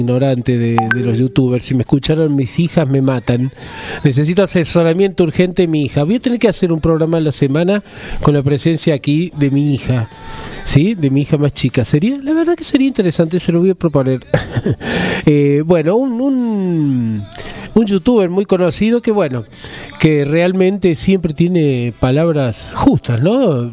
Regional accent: Argentina; somos el pueblo argentino

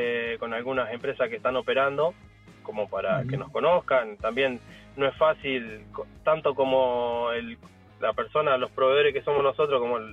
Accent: María Teresa, Santa Fe, Argentina; Nosotros somos del sur de Santa Fe, de un pueblo que se llama María Teresa, y operamos en la zona esta.

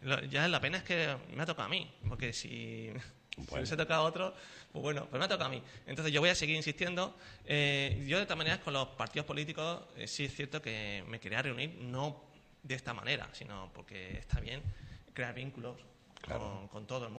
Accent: Sanlúcar, Andalusia, Spain; Porque si hay una subvención para todo Sanlúcar, nosotros somos de Sanlúcar.

